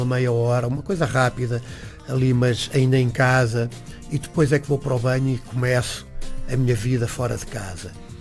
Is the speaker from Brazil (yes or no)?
no; Portugal; eu sou português